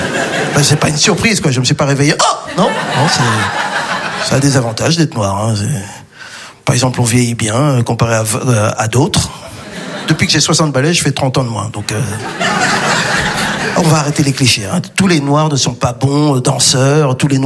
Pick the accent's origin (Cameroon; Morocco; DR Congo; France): DR Congo; Je peux aller très loin avec cette blague. Je peux parce que je suis congolais.